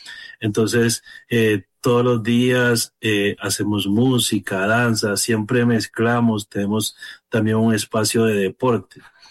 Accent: San Jacinto, Bolívar, Colombia; moved away as an adult; now in Bogotá, Colombia; yo soy sanjacintero de la costa

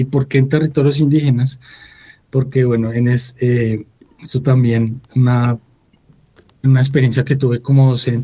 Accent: Colombia; somos los colombianos

